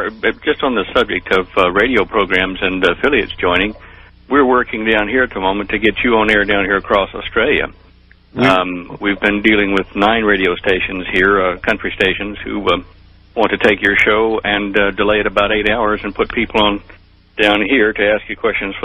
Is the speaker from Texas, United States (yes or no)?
yes; Dallas, Texas, United States; also born or lived in Clifton, Texas; I was born in the United States in Texas, in Clifton, Texas, near Valley Mills, and I moved to Dallas, lived there most of my life